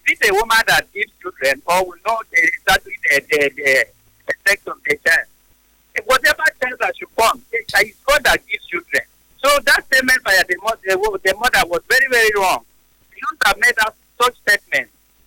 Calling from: Tanzania; I'm calling from Tanzania.

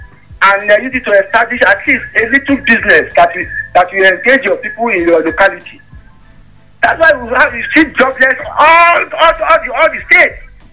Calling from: Jos, Plateau, Nigeria; I'm calling from Plateau State, Jos.

